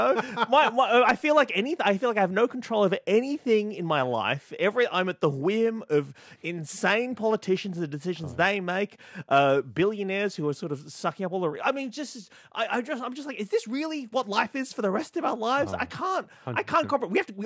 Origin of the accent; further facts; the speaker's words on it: Australia; I was an Asian person growing up in Australia in the 90s, very aware of Pauline Hanson coming out here